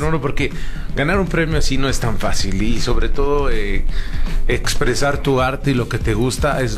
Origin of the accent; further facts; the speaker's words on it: Mexico; Somos mexicanos, compa. Somos mexicanos.